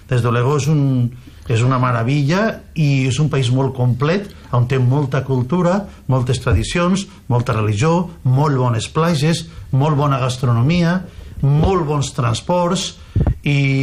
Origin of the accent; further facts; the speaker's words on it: Vinaròs, Valencian Community, Spain; born there; el que vaig néixer a Vinaròs i me sento profundament vinarossenc, pues estic poc temps aquí.